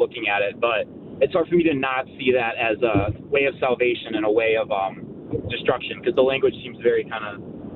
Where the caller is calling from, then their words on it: Rochester Hills, Michigan, United States; I'm with my friend Brandon, and we're from Rochester Hills, Michigan